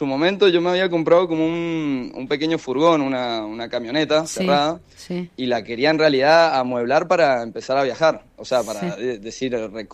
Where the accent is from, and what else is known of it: Argentina; now in Switzerland